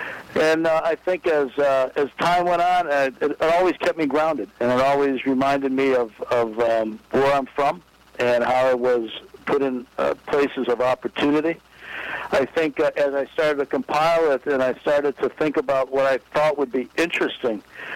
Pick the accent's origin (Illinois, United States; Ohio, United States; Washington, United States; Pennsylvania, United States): Illinois, United States; Chicago; And growing up in Chicago, when they moved into the little house in Franklin Park, there was no garage. So we moved out of a garage into a house that didn't have a garage.